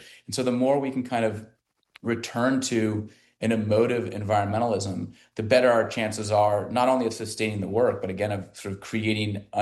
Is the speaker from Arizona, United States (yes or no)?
yes; Arizona, United States; born or raised there; now in Bay Area, United States